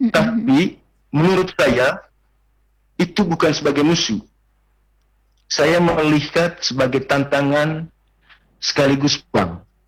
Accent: East Nusa Tenggara, Indonesia; Itu ketakutan terbesar saya sebagai orang Manggarai, lebih khusus sebagai pewaris budaya.

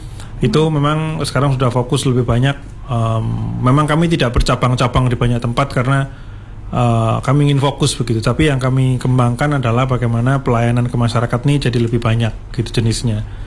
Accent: Malang, East Java, Indonesia; born there; saya lahir di Malang

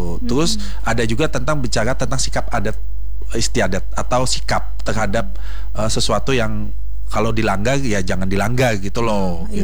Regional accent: Banjar, South Kalimantan, Indonesia; kebetulan saya orang Kalimantan loh.

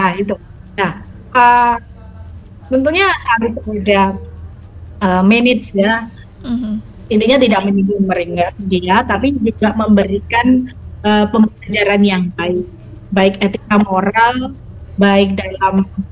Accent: Java, Indonesia; kita orang Jawa

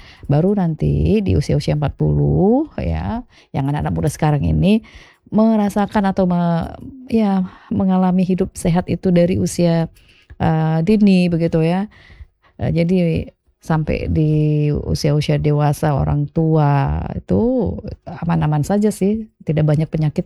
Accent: North Sumatra, Indonesia; kalau kita itu ya orang Batak itu makannya harus banyak, lebih banyak nasinya daripada lauknya

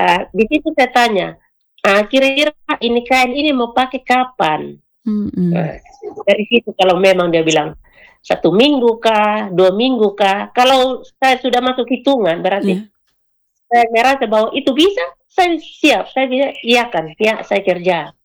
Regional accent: Amarasi, East Nusa Tenggara, Indonesia; Jadi itu adalah satu kebanggaan buat kami orang Amarati terlebih khususnya.

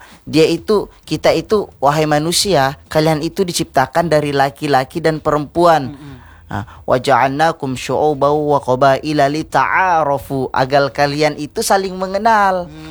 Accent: South Sulawesi, Indonesia; Saat saya masih sekolah, saya kan orang Bugis. Dan ini teman saya juga sama-sama Bugis, tapi dari tempat yang berbeda.

